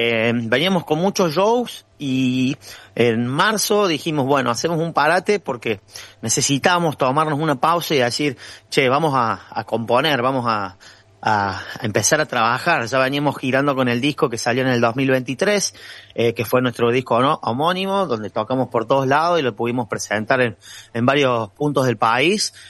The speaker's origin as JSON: {"language": "Spanish", "town": "Villa María", "region": "Córdoba", "country": "Argentina", "said": "nosotros somos de Villa María, Córdoba"}